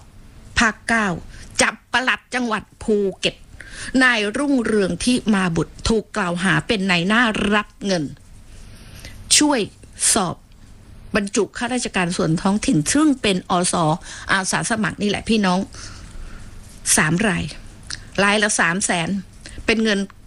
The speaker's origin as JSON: {"language": "Thai", "region": "Phuket", "country": "Thailand", "tie": "born or raised there", "said": "ดิฉันได้เกิดมาเป็นคนภูเก็ตโดยกำเนิดนะเกิดถนนดีบุก"}